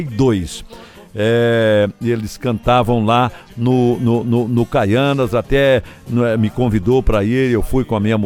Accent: Patos de Minas, Minas Gerais, Brazil; born there; also born or lived in Palmas, Tocantins; now in Brasília, Brazil; O Renner nasceu em Patos de Minas, né, a cidade onde eu nasci, e ele nasceu em Tocantins. Tocantins, a cidade onde eu escolhi também para morar, que eu tenho minha casa lá em Palmas também, até hoje, né.

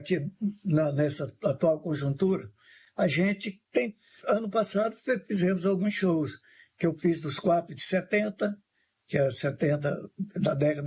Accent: Rosário, Maranhão, Brazil; born there; Ouvia porque eu nasci em Rosário, que é uma cidade que onde nasceu o Bumba Boi de Orquestra.

